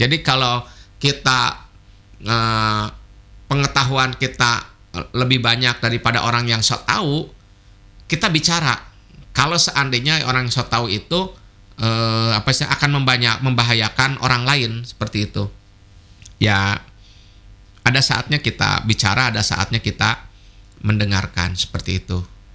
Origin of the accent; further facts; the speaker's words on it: Sumedang, West Java, Indonesia; born there; Kelahiran Sumedang saya.